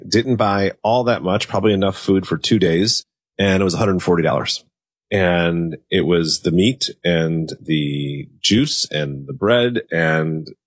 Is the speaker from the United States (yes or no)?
yes; Elmhurst, Illinois, United States; you know, I was born and raised in Elmhurst where I live today. And so were my parents.